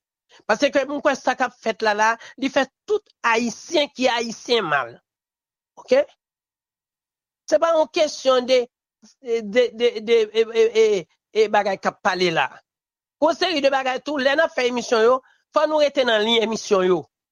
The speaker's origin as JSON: {"language": "French", "country": "Haiti"}